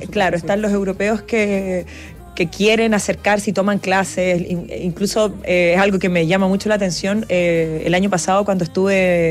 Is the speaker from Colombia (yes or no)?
no; Chile